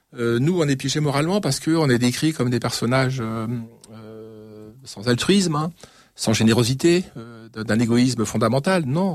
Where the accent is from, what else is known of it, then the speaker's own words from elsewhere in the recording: Paris, Île-de-France, France; Moi, je suis parisien. Alors, je suis trop jeune, certes, mais mes parents sont parisiens. Petits bourgeois, mais quand même néanmoins parisiens.